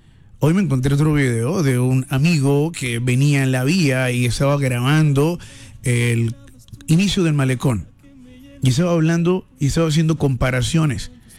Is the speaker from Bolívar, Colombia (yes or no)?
yes; Cartagena, Bolívar, Colombia; Soy cartagenero, muy orgulloso de ser cartagenero. Ciudad más bonita de Colombia